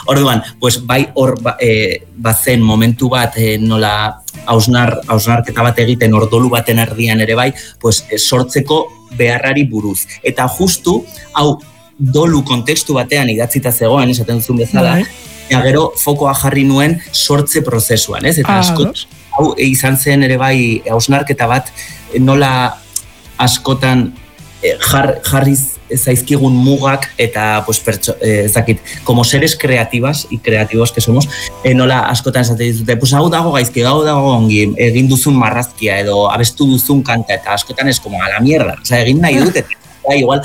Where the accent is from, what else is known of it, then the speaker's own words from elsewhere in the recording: Zubiri, Navarre, Spain; Bai, bueno, ni Zubirikoa naiz